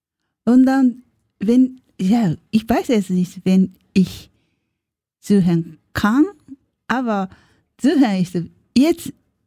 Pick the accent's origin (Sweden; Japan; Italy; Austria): Japan; Tokyo; German is a second language; now in Hamburg, Germany; Noch bleiben, ne? Das ist meine Heimat. Ne? Da bleibe ich noch Tokio-Platz in mein Herz.